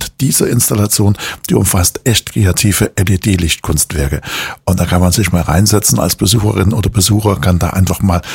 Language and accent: German; Chemnitz, Saxony, Germany; Da gehen wir nämlich in meine Heimatstadt nach Chemnitz.